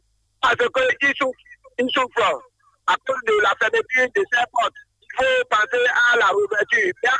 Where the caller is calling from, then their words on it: Porto-Novo, Ouémé, Benin; je vous appelle depuis Vouledate, Porte-Nouveau.